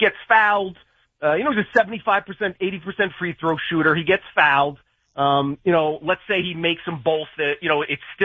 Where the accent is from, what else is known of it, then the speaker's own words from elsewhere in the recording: New York, United States; Born and raised on Long Island, I used to read your stuff in Newsday in the mid '90s.